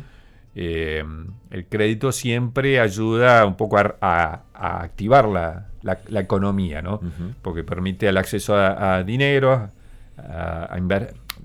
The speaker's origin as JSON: {"language": "Spanish", "country": "Argentina", "said": "para nosotros acá en Argentina"}